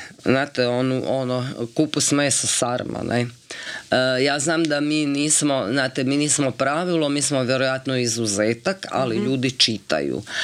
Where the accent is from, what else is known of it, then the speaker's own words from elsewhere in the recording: Slavonski Brod, Brod-Posavina County, Croatia; Ja sam se sjetila da je general Čuletić iz Slavonskog Broda, ja sam iz Slavonskog Broda